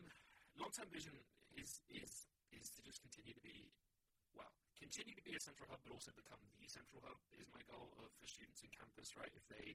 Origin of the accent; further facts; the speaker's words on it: England, United Kingdom; accent: English; moved away as an adult; now in Florida, United States; as you can tell by my accent, I'm English. I don't survive down in the South. It's far too humid for me.